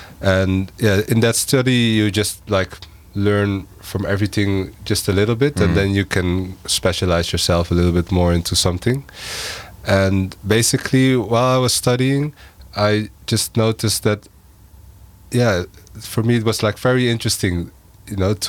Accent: Utrecht, Netherlands; Yes, I'm from Utrecht.

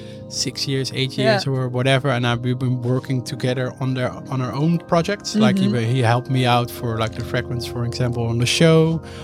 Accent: Oosterhout, North Brabant, Netherlands; English is a second language; Close to my hometown village, Oosterhout.

